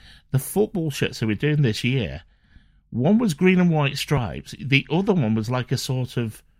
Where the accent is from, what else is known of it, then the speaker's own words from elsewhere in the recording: Sheffield, Yorkshire and the Humber, United Kingdom; my hometown of Sheffield